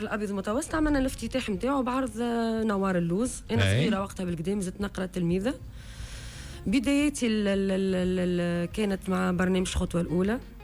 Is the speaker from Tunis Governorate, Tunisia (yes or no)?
yes; Tunis, Tunis Governorate, Tunisia; also born or lived in Mahdia; أنا من تونس من البونليو بنت الكرم حلق الويد قريت في حلق الويد.